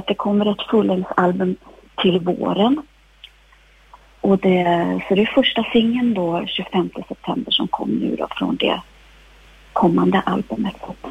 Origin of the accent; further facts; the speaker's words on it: Östersund, Jämtland County, Sweden; vi kom ju från Jämtland, Östersund